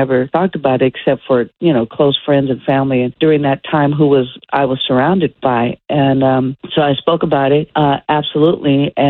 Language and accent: English; Oakland, California, United States; the thing is growing up in, born and raised in Oakland, like, we weren't told that, you know, especially my parents, because of my dad playing, that they never said to me ever, you know, that because I was a girl that I couldn't play. And in the Bay Area